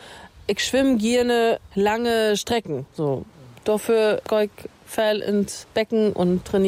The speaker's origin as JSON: {"language": "German", "town": "Waren", "region": "Mecklenburg-Vorpommern", "country": "Germany", "tie": "born or raised there", "said": "Ich bin ja in Wohren aufgewachsen. Müritz ist doch nicht weit"}